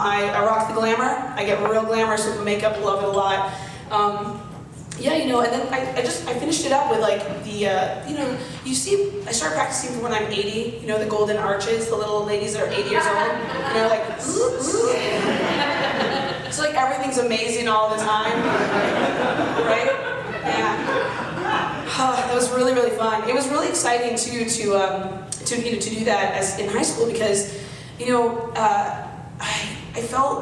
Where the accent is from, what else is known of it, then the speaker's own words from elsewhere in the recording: Arizona, United States; I was raised in Arizona. And it was just like, I never dealt with allergies there.